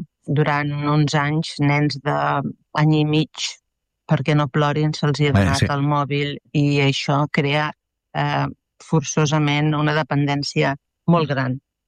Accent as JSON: {"language": "Catalan", "town": "Tarragona", "region": "Catalonia", "country": "Spain", "said": "jo sóc del sud, de Tarragona."}